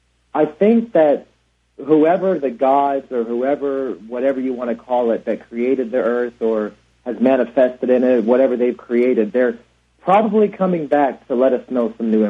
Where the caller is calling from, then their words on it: Tempe, Arizona, United States; I'm calling from Tempe, Arizona.